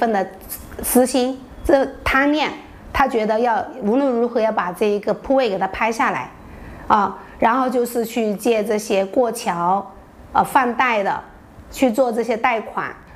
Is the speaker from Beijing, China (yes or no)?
no; Hunan, China; 人家跟你只是朋友关系，他是湖北的，我是湖南的。